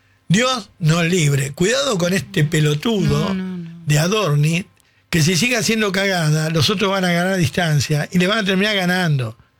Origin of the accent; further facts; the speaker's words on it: Argentina; Yo soy un argentino más